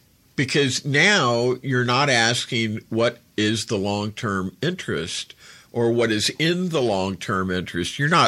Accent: United States; I'm an American. I'm pro-America because I believe in the principles.

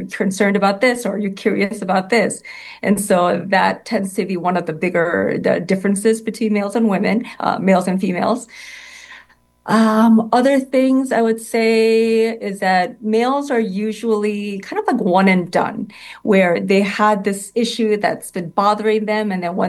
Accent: New York City, New York, United States; And I just absolutely love being a New Yorker.

